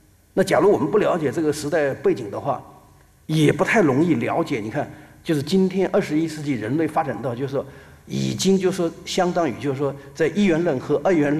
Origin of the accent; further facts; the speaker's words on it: China; 尤其是我这一代的中国人，就是我们基本上是在一个非常西化的一个环境下成长的。